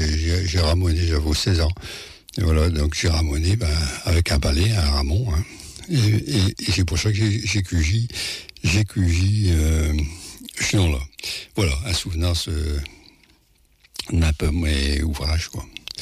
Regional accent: Paris, Île-de-France, France

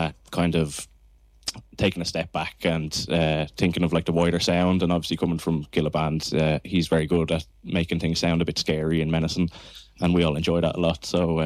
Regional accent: Dublin, Leinster, Ireland; So growing up in Dublin, seeing them very regularly was a real treat.

